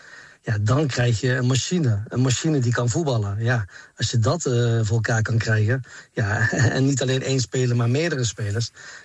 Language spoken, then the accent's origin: Dutch; Morocco; Ja, en ik ben van Marokko. Ik hoop dat ze winnen.